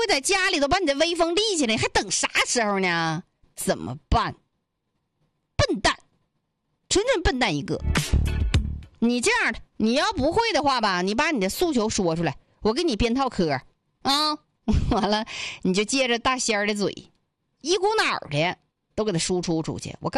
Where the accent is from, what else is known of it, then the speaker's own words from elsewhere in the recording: Northeast China, China; 我是东北人，